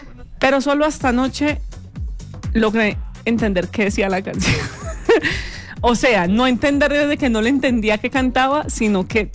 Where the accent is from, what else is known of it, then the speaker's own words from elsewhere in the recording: Paisa region, Colombia; Y porque soy paisa.